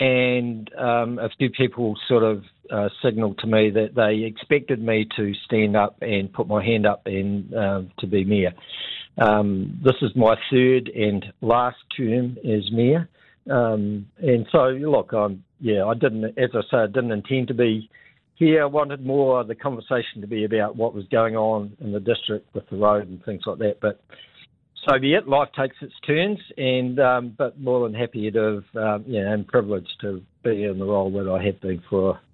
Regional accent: Wellington, New Zealand; moved away as an adult; also born or lived in Tawa / Upper Hutt; now in Levin, New Zealand; I'm born and raised in Wellington. Well, I lived in Tawa, flatter than Wellington, and just off Adelaide Road. And then when I first got married, lived in Hiratonga Park

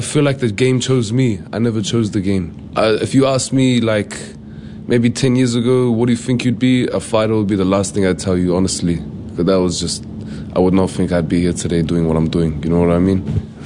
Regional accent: New Zealand; They came from Iran, so basically they're just straight cultured. So it was kind of like, and I grew up here in New Zealand.

